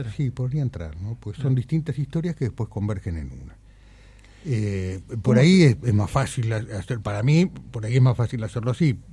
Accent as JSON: {"language": "Spanish", "town": "Coronel Dorrego", "region": "Buenos Aires Province", "country": "Argentina", "tie": "born or raised there", "moved": "as an adult", "said": "Sí, nací ahí, me crié ahí hasta los 22 que vine a vivir acá."}